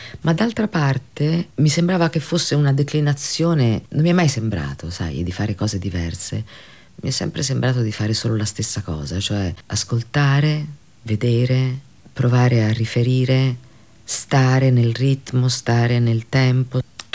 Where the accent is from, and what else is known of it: Spain